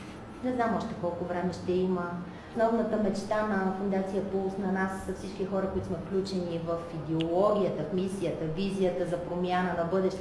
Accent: Sofia, Sofia City, Bulgaria; аз съм софиянка, както една част от нас

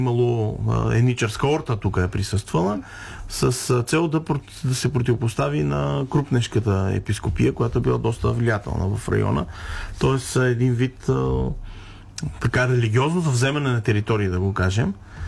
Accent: Boboshevo, Kyustendil Province, Bulgaria; Моето родно място, Бобошево

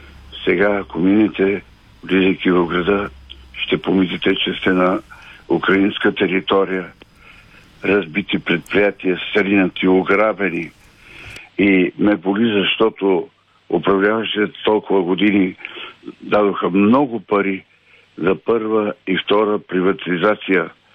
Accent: Teteven, Lovech Province, Bulgaria; от Тетевен.

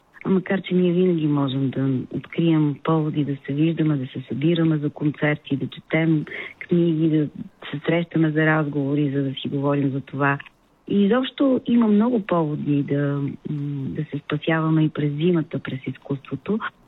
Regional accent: Plovdiv, Plovdiv Province, Bulgaria; now in Sofia, Bulgaria; защото аз съм пловдивчанка и заминах да уча в Софийския университет в София, започнах да пея в джаз клуба в началото на 90-те.

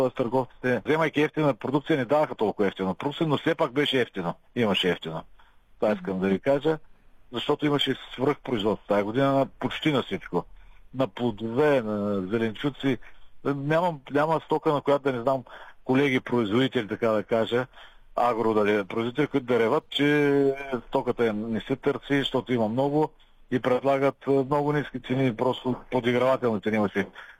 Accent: Northeast Bulgaria, Bulgaria; аз поне съм от Северо-Источна България и там имам си хора

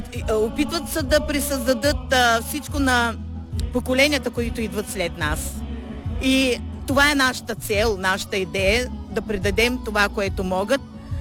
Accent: Devin, Smolyan Province, Bulgaria; Значи ние сме от град Девин, квартал Настан, читалище, народно читалище Възраждане, 1949, и аз съм секретар на читалището

